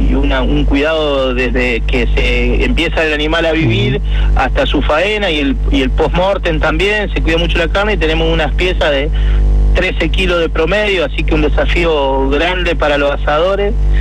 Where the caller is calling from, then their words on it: Argentina